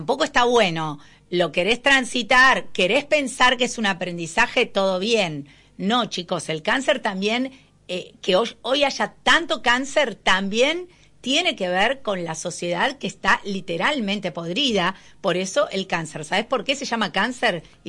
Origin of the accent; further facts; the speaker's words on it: Argentina; somos argentinas